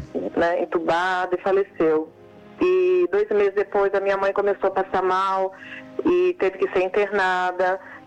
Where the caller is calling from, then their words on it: Guarapari, Espírito Santo, Brazil; Eu falo de Guarapari, no Espírito Santo.